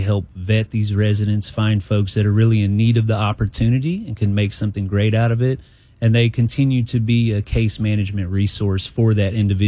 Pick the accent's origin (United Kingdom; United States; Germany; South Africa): United States; Memphis, Tennessee; Well, I grew up in Memphis, born and raised.